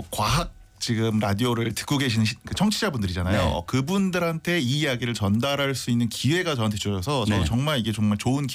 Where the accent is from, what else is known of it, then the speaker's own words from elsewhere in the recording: Seoul, South Korea; born there; 저는 서울 태생입니다만.